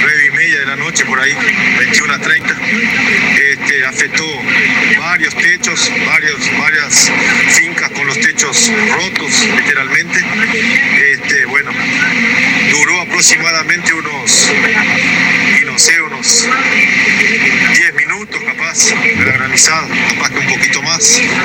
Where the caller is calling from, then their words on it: Vichadero, Rivera, Uruguay; acá te hablo de Vichadero, Rivera.